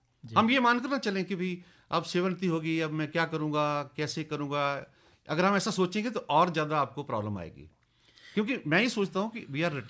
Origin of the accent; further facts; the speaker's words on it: Ghumarwin, Himachal Pradesh, India; born there; now in Dharamshala, India; मैं घुमारवीं का रहने वाला हूँ, तो जहाँ पैदा हुए हैं वहाँ के साथ हमेशा आपकी अटैचमेंट तो रहती है।